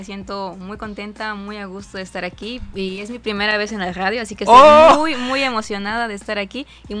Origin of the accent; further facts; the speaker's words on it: Acapulco, Guerrero, Mexico; Creo que sería igual que el mío, que es el puerto de Acapulco.